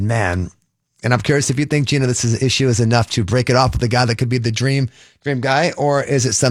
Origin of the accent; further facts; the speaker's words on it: East Coast, United States; moved away; a girl I grew up with back on the East Coast